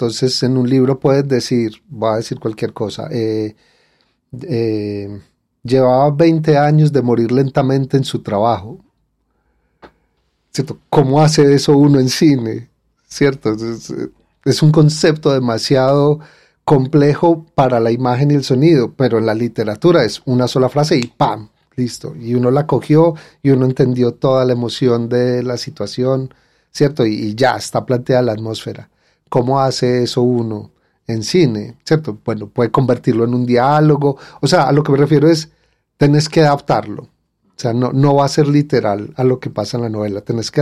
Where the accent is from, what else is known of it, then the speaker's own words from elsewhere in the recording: Colombia; los colombianos no vemos mucho cine colombiano